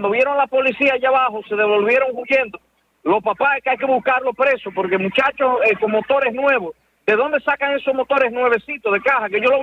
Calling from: Santiago, Dominican Republic; yo realmente vivo en Urabo.

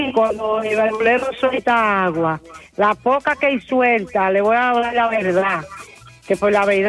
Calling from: Espaillat, Dominican Republic; Soy aquí de Boca.

